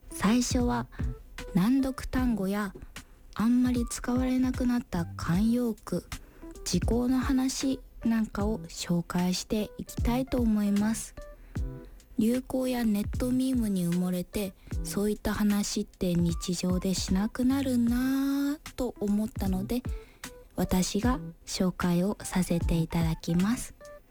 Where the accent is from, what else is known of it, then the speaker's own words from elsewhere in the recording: Yamagata, Japan; now in Tokyo, Japan; 私の地元の山形では